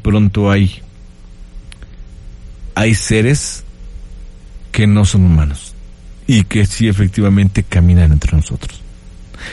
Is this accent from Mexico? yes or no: yes; Puebla, Mexico; de aquí de Puebla, México. Desde aquí de Puebla, México, ahorita estamos transmitiendo completamente en vivo